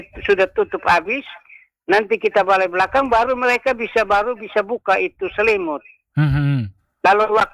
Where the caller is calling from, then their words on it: Rote, East Nusa Tenggara, Indonesia; saya orang Rote